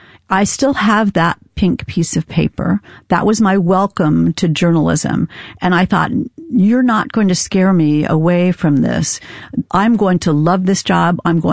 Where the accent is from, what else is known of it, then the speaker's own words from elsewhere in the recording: Indiana, United States; now in Boston, United States; I grew up in Indiana, in really rural Indiana.